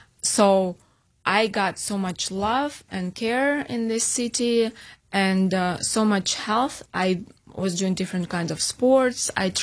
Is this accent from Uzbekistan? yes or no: yes; Uzbekistan; also born or lived in St. Petersburg, Russia / Ukraine; now in Midland, United States; I was raised in Uzbekistan. Then I spent half of my life in Russia, in St. Petersburg, the most beautiful city in the world. Then my husband is from Ukraine, so obviously we lived in Ukraine.